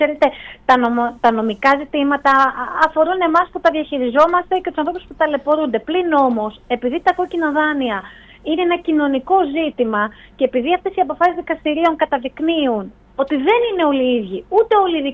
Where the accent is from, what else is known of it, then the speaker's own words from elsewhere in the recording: Kefalonia, Ionian Islands, Greece; στο χωριό μου στην Κεφαλονιά